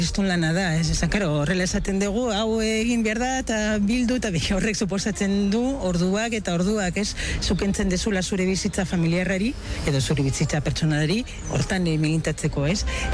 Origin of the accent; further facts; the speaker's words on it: San Sebastián, Basque Country, Spain; Txikitan bizitzen nintzen Donostin, Donostiko alde zarren.